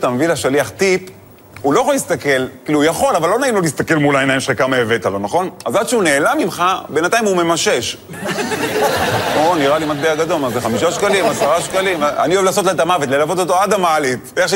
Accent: Netanya, Central District, Israel; now in Tel Aviv, Israel; האמת, אני גדלתי בנתניה.

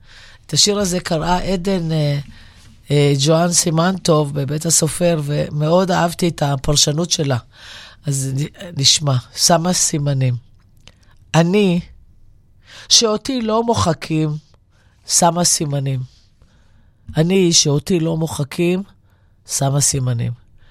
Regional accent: Or Yehuda, Tel Aviv District, Israel; born there; first language Judeo-Arabic (Baghdadi); Hebrew is a second language; אני נולדתי ודיברתי ערבית עד גיל 5. במעברה בכפר אנה אור יהודה.

